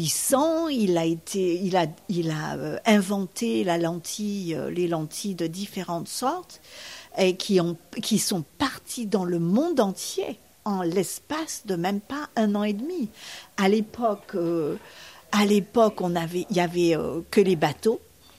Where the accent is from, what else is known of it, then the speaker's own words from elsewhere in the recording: France; nous en tant que Français, on a l'habitude d'avoir juste deux voies, une pour monter, une pour descendre